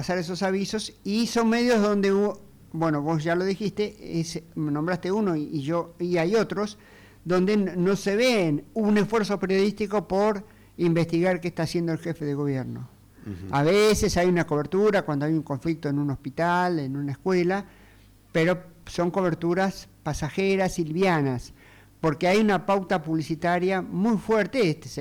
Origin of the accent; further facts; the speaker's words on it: Buenos Aires, Argentina; como habitante de la ciudad de Buenos Aires, y al fin yo nací en la provincia, pero he vivido toda la vida acá y puedo decir que soy porteño.